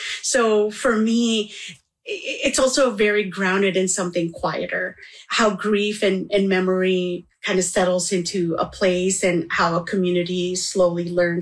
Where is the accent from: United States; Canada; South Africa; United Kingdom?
Canada; Manitoba; And so growing up in Manitoba, those landscapes became ver